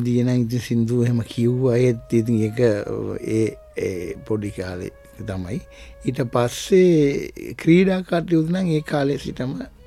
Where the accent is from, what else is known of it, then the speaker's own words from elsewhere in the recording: Pugoda, Western Province, Sri Lanka; ඒ මල්වාන පිහිටා තියෙන්නේ මගේ උපන් ගම පූගොඩ කුමාරිමුල්ල කියන ගම්මානේ.